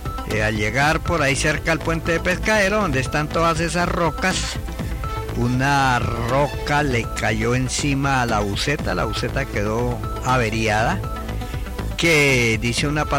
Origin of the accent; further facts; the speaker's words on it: Guayatá, Boyacá, Colombia; moved away; para mi pueblo, Guayatá, en el departamento de Boyacá.